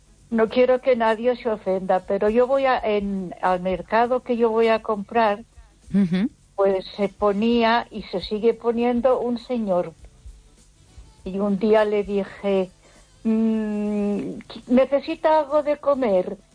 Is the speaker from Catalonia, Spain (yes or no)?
no; Ponferrada, Castile and León, Spain; Buenas noches, Esther. … de Ponferrada.